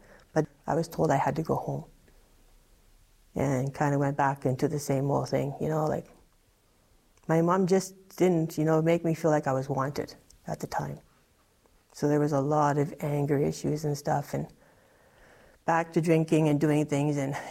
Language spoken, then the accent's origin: English; Thompson, Manitoba, Canada; I grew up in Thompson, Manitoba.